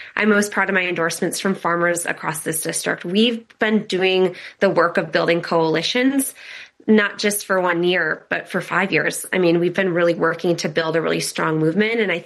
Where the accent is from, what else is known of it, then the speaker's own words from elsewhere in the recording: Eau Claire, Wisconsin, United States; my hometown of Eau Claire